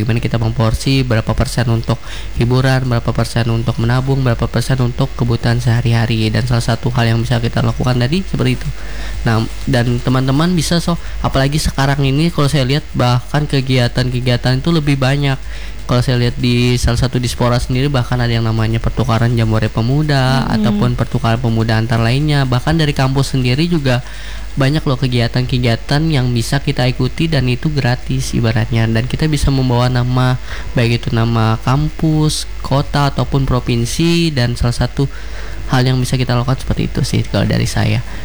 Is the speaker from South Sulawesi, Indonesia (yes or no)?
no; Palangka Raya, Central Kalimantan, Indonesia; Ada beberapa dari daerah, namun kan saya juga dari Palangka.